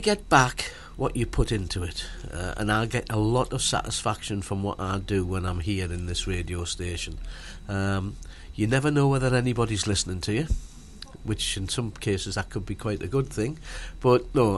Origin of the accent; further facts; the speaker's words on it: South Shields, North East England, United Kingdom; now in Billingham, United Kingdom; like you, I'm from South Shields. I'm a sand dancer and very proud of it. But I live in Billingham now